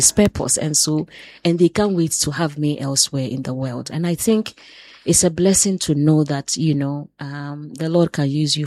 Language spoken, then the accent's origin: English; Ghana; And the person could not believe that I'm from Ghana.